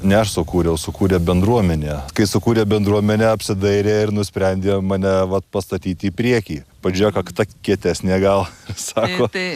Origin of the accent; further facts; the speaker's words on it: Dzūkija, Lithuania; Juokauju, kad čia gyvena priedzūkiai, nes aš esu dzūkas